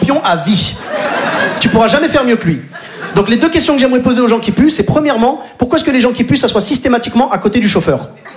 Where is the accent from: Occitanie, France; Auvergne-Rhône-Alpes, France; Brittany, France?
Auvergne-Rhône-Alpes, France; Clermont-Ferrand; also born or lived in Bordeaux; now in Paris, France